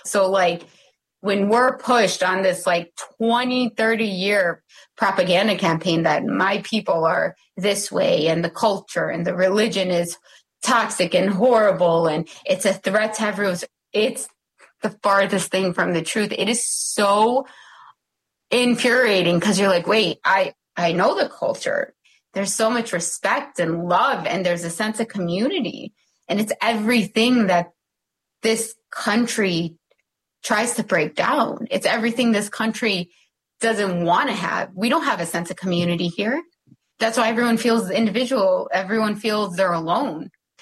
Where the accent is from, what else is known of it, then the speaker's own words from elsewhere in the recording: United States; born there; No, like I was born here. I'm just as much American as anyone else.